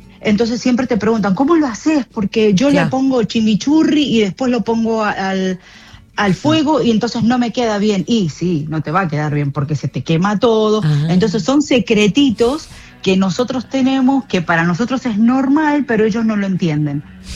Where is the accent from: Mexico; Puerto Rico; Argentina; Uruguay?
Argentina; Luis Guillón, Buenos Aires Province; now in United States; nos hicimos una quinta atrás de la casa, hicimos una quinta como teníamos ahí en Luis Guillón, que somos de Luis Guillón.